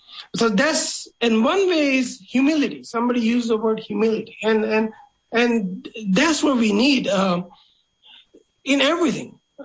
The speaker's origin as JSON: {"language": "English", "country": "India", "tie": "born or raised there"}